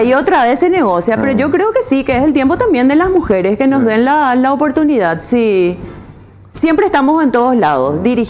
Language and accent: Spanish; Asunción, Paraguay; yo soy Asuncena. Hace 47 años vivo en Asunción, nací, crecí